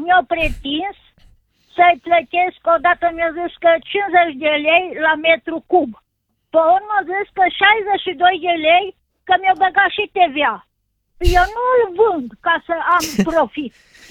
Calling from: Cluj County, Romania; De la Cluj, într-un sat de lângă Cluj.

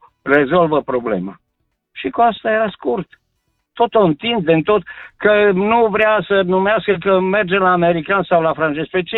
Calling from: Cluj-Napoca, Cluj County, Romania; sunt din Cluj

